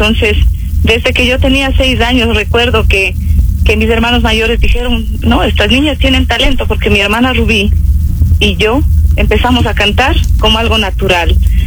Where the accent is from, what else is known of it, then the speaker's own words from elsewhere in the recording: Pimampiro, Imbabura, Ecuador; also born or lived in Quito; en Pimampiro. Me afinqué en la ciudad de Quito ya a los 11 años. Y entonces tengo gratos recuerdos de mi ciudad natal.